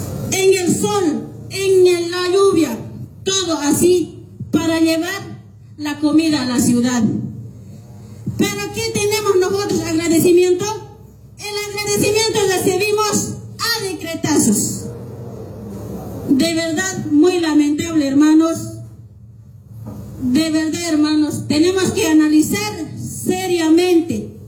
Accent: Bolivia; aquí somos muy mansitos como bolivianos

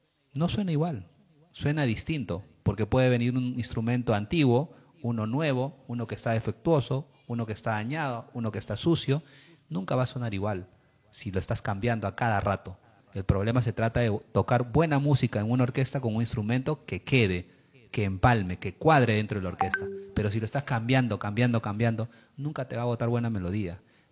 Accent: Peru; nos ha preocupado como peruanos

